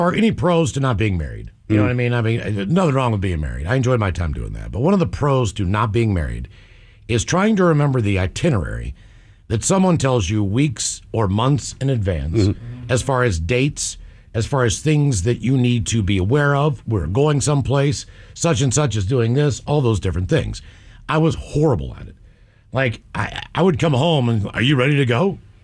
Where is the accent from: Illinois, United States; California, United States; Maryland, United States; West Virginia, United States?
West Virginia, United States; Morgantown; Which is a pretty good haul from where I grew up in Morgantown, probably close to 2 hours.